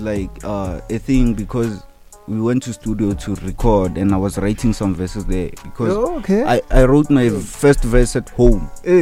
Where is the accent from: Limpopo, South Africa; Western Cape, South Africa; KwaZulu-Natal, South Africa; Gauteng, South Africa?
Limpopo, South Africa; Groblersdal; I'm from Groblersdal, Mogaung.